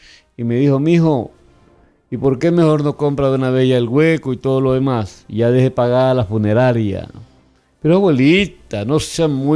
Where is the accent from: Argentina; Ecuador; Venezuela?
Ecuador; Coast; accent: costeño; now in Manta, Ecuador; Somos de la costa nosotros, claro, hablamos como costeño.